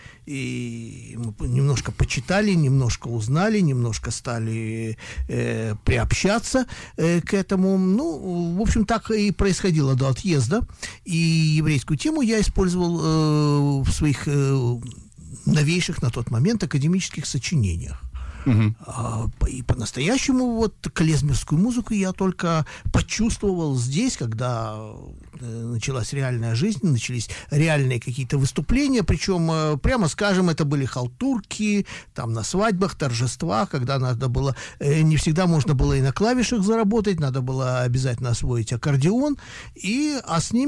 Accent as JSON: {"language": "Russian", "town": "Odesa", "region": "Odesa Oblast", "country": "Ukraine", "tie": "born or raised there", "said": "Я жил, да, я жил на уроженец Одессы. В моем слуховом доступе была на радиоволнах вся молдавская и румынская музыка."}